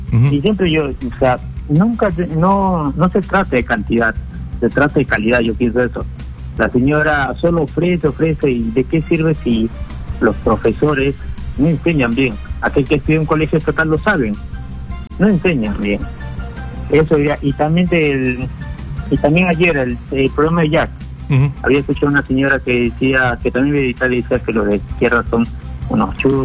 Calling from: Naples, Campania, Italy; yo llamo desde Nápoles, Italia.

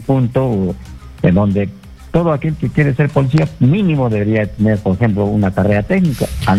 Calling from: Puno, Peru

